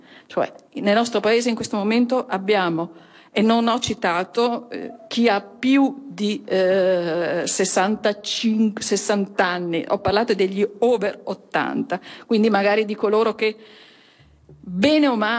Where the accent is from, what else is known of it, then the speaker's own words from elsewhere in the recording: Veneto, Italy; Piccola battuta, da Veneto a Veneto